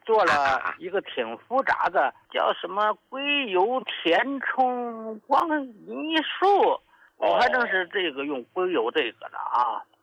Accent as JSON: {"language": "Chinese", "region": "Northeast China", "country": "China", "tie": "born or raised there", "moved": "yes", "lives_now": "Xiamen, China", "said": "哎，你看我老家呢是东北的，由于这个工作的原因，后来呢来到了这个厦门定居了。"}